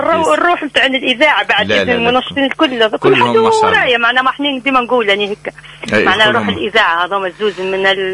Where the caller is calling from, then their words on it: El Mettouia, Gabès Governorate, Tunisia; من المطوية.